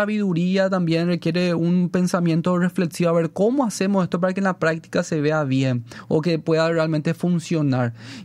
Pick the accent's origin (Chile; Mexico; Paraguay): Paraguay; como latinos, como paraguayos